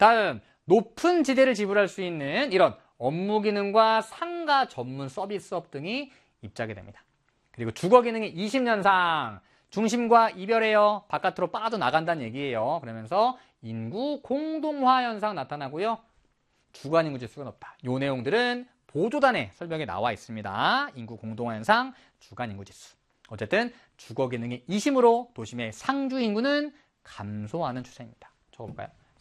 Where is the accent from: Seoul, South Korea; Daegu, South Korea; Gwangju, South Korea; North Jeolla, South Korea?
Seoul, South Korea; born there; 저도 제가 서울에서 강서구에서 태어나서 노원구 살다가 강동구 살고 있거든요. 외곽만 돌고 있습니다.